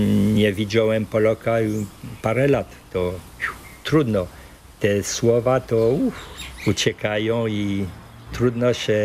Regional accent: France; first language Polish; now in French Polynesia; ja drugi byłem, Francuz.

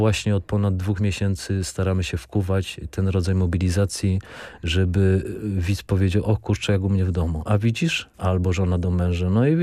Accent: Sosnowiec, Silesian Voivodeship, Poland; Ja jestem z Sosnowca

